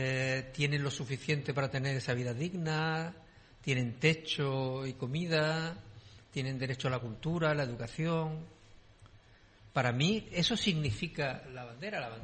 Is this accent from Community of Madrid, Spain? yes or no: no; Andalusia, Spain; la bandera de Andalucía, la bandera de mi pueblo